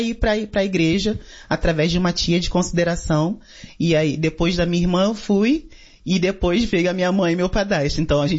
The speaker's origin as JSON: {"language": "Portuguese", "town": "Duque de Caxias", "region": "Rio de Janeiro", "country": "Brazil", "tie": "born or raised there", "accent": "chiado", "said": "Mas eu sou lá de Duque de Caxias."}